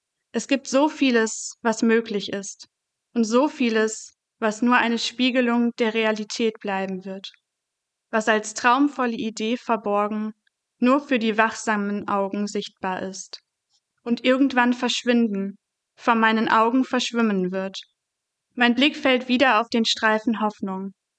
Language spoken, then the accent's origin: German; Essen, North Rhine-Westphalia, Germany; Ich komme aus Essen und bin 20 Jahre alt.